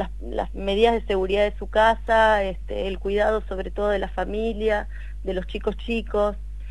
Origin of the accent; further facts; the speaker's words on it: General Villegas, Buenos Aires Province, Argentina; yo soy nacida y criada en Villegas. La verdad que amo y elijo vivir en mi ciudad.